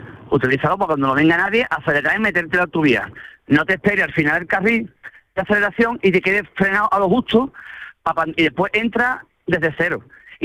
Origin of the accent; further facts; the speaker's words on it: Jerez de la Frontera, Andalusia, Spain; Yo soy de Jerez, claro.